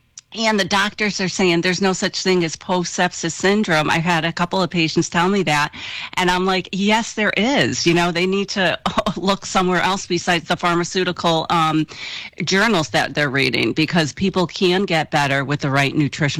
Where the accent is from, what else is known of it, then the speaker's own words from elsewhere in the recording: Ireland; I'm the Irish dietitian and we don't count alcohol calories, okay?